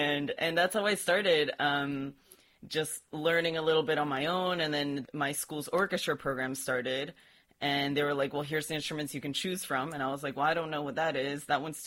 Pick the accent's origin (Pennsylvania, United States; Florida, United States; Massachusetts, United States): Pennsylvania, United States; born there; also born or lived in Mexico City, Mexico